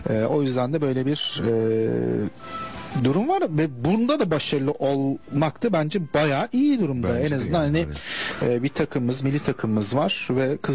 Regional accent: Kütahya, Turkey; Kütahya'da büyümüş biri olarak

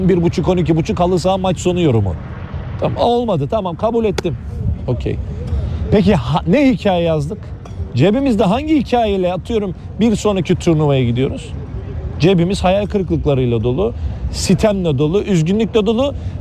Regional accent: Erzurum, Turkey; biz Erzurum'da bir laf vardır.

